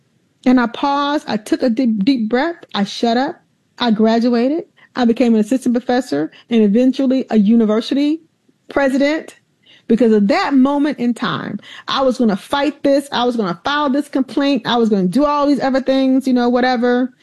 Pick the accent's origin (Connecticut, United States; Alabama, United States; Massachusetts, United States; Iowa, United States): Alabama, United States; I grew up in Alabama in the 60s and 70s.